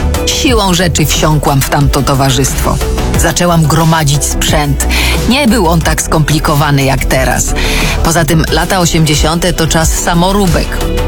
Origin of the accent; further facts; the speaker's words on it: Wrocław, Lower Silesian Voivodeship, Poland; Jestem z Wrocławia i duże miasto oferowało szeroki wachlarz takich aktywności.